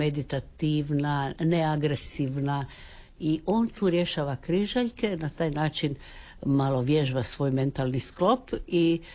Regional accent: Split, Split-Dalmatia County, Croatia; born there; also born or lived in Imotski / Zagreb; Bez obzira, rođena sam u Splitu, valjda sam i tih dvije godine živjela u tom Imotskom.

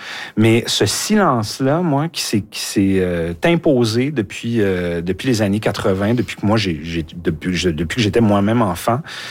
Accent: La Tuque, Quebec, Canada; moved away; moi, j'ai grandi à La Tuque, en Haute-Mauricie. Donc, je suis un gars de région.

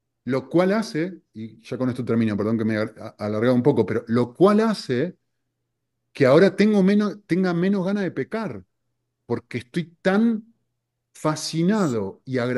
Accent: Argentina; soy argentino

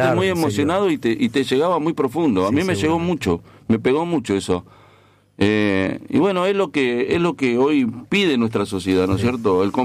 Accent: Argentina; nosotros somos así, los argentinos tienen esa impronta a veces.

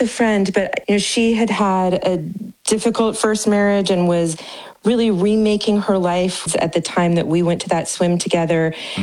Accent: California, United States; Well, I'm from Northern California. I've always loved the water and our wild spaces here, our rivers. I grew up in a town with a lot of swimming holes

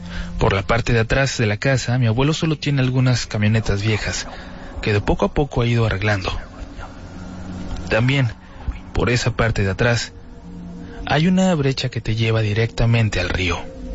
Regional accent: Piedras Negras, Coahuila, Mexico; Soy de Piedras Negras, Coahuila, y tengo 22 años.

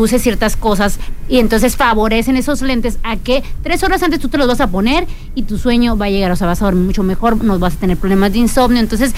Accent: Mexico

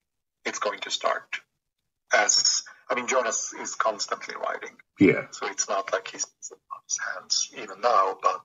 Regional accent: Sweden; When we grew up in Sweden, we had because of the political climate that we had all of these youth centers that had rehearsal places that were fully kitted out

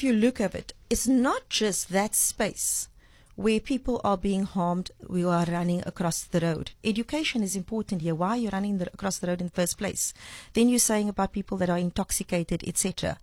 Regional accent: Cape Town, Western Cape, South Africa; we are Cape Townian, we are South African, we live in this beautiful, diverse city and country, and it's called the Rainbow Nation.

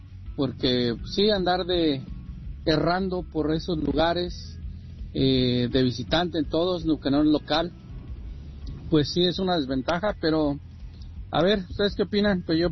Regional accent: León, Guanajuato, Mexico; now in Santa Clara, United States; mi tierra, León, Guanajuato

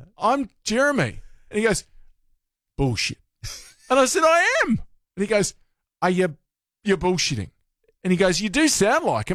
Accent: New Zealand; "Oh, where are you from?" I said, "Oh, New Zealand."

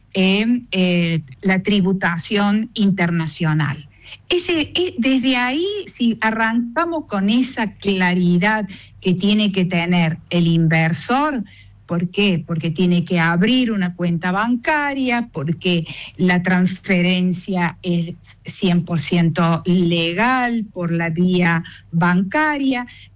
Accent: Argentina; vendría a ser como nosotros aquí en Argentina, una sociedad de responsabilidad limitada.

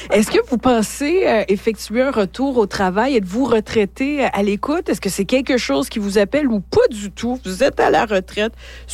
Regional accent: Haiti; Je suis haïtienne, vous le savez.

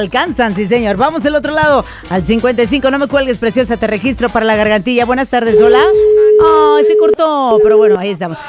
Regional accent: Mazatlán, Sinaloa, Mexico; Yo soy latina y soy 100% mexicana. Soy sinaloense y de Mazatlán, Sinaloa. Bendita tierra de bandas y de gente trabajadora.

